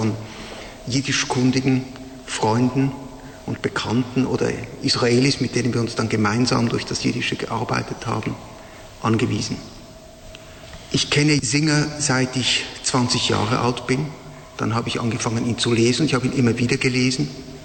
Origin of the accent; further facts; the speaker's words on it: Switzerland; accent: Swiss; now in Berlin, Germany; komme aus Berlin. Wie Sie an meiner Sprache hören, bin ich dort nicht geboren. Ich bin ein eindeutiger, von der Dialekt her ein Schweizer.